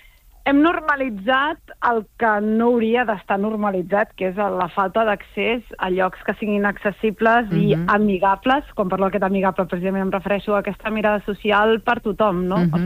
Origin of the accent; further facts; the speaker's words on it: Catalonia, Spain; aquí al Maresme, que és la meva comarca